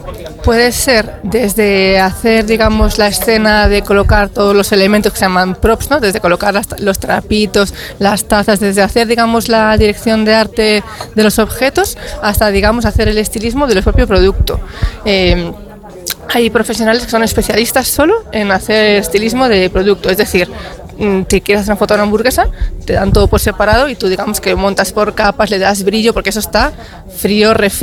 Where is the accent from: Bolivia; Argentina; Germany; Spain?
Spain; Vigo, Galicia; moved away as an adult; also born or lived in Madrid; now in Arcos, Spain; Pues yo soy gallega, de Vigo, y estudié en Madrid.